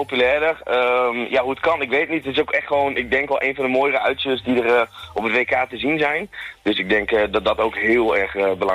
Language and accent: Dutch; Groningen, Netherlands; Ik als Groninger.